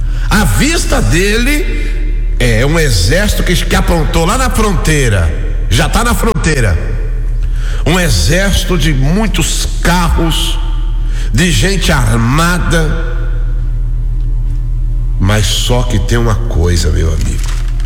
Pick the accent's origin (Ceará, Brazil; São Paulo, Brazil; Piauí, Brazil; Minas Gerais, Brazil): São Paulo, Brazil; como diz na minha terra em São Paulo